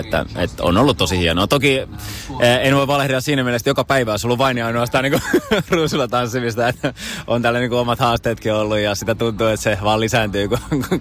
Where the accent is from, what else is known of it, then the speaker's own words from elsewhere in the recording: Espoo, Uusimaa, Finland; itse kun tulen Espoosta